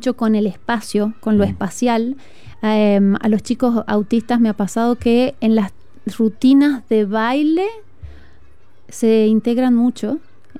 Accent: Argentina; now in Chile; Estela, ahora habla como argentina. Yo tengo un acento ya suavizado, son 20 años ya en Chile

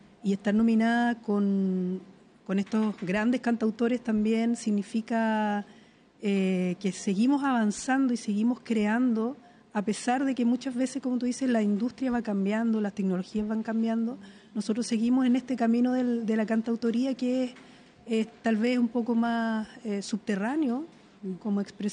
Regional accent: Chile; Ella dejó una huella que nos identifica como chilenos.

